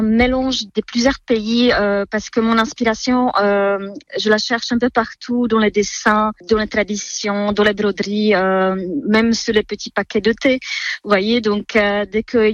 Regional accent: Czechia; French is a second language; moved away as an adult; now in Alsace, France; L'Alsace a beaucoup de ressemblances avec, avec ma région natale.

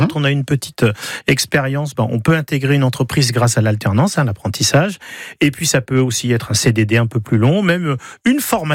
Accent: Provence-Alpes-Côte d'Azur, France; chez nous en Provence

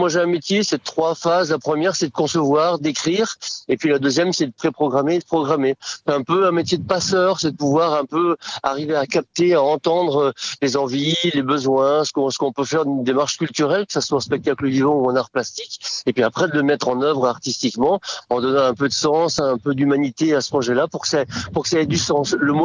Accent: Nouvelle-Aquitaine, France; il était clarinettiste des balles et banquets chez nous dans le Poitou.

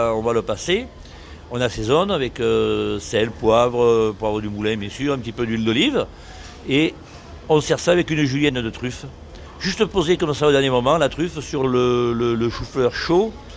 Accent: Provence-Alpes-Côte d'Azur, France; J'aime bien travailler les légumes parce que bon, chez nous en Provence, on a beaucoup de légumes et de bons légumes.

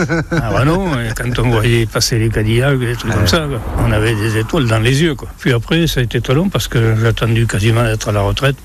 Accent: Nouvelle-Aquitaine, France; Moi, je suis originaire du Sud-Ouest.

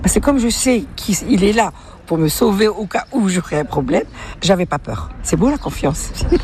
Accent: Dunkirk, Hauts-de-France, France; Dunkerque.

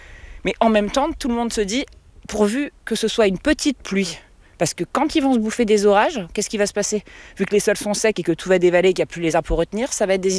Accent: Correns, Provence-Alpes-Côte d'Azur, France; Je suis humoriste. Et je suis originaire du petit village de Corrence.

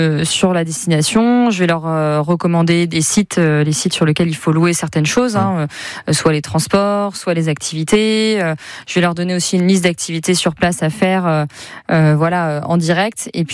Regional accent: Brittany, France; mais je suis bretonne d'origine. Voilà. Donc, la Bretagne reste quand même un des plus beaux, la plus belle région de France.

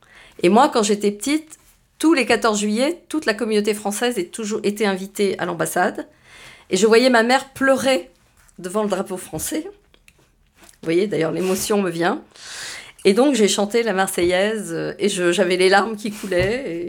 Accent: Morocco; born there; Je lui dis, parce que je suis née au Maroc.

